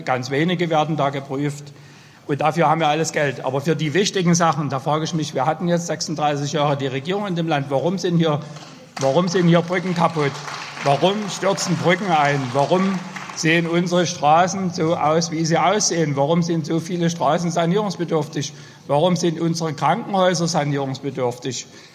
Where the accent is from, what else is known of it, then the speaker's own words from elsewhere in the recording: East Germany, Germany; Ich bin in der DDR groß geworden